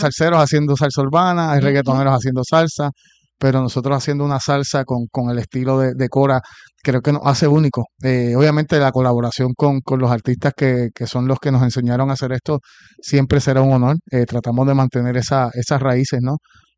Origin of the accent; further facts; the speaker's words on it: Puerto Rico; Llega un punto en la vida que yo siento que especialmente nosotros como puertorriqueños, quizás podemos ir creciendo con otra música, pero llega un punto en que uno vuelve a las raíces, ¿no?